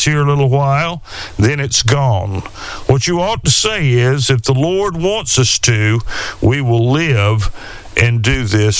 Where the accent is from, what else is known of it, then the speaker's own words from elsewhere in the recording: Alabama, United States; I remember growing up in Alabama and how we would wake up in the morning and the fog and the mist would be on the pastures